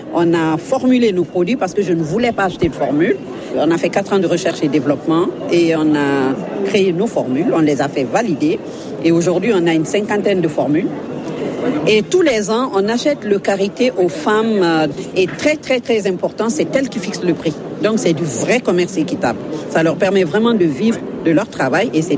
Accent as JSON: {"language": "French", "country": "Guinea", "moved": "as an adult", "lives_now": "France", "said": "de karité qui vient de Guinée, produit par les braves femmes de ce merveilleux pays que j'aime beaucoup, mon pays d'origine."}